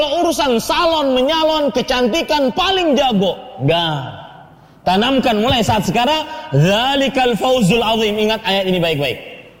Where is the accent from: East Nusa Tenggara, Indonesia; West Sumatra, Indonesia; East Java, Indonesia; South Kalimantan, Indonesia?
South Kalimantan, Indonesia; Banjarmasin; di kota saya di Banjarmasin